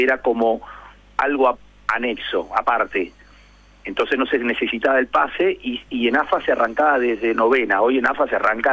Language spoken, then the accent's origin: Spanish; Argentina; lo que nos tiene que dejar tranquilos como argentinos es que hay una linda generación